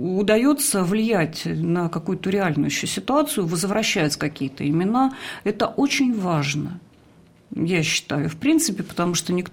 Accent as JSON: {"language": "Russian", "country": "Belarus", "said": "мы скажем, белорусы, посмотри в шуфлядке."}